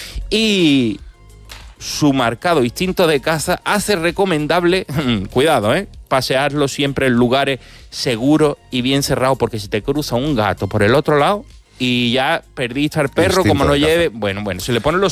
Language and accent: Spanish; Cádiz, Andalusia, Spain; Como yo soy gaditano, suena igual.